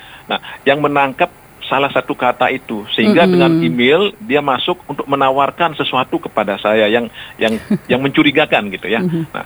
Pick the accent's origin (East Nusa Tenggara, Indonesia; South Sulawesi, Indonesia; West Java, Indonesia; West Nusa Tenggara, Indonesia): West Nusa Tenggara, Indonesia; Lombok; Kita orang Lombok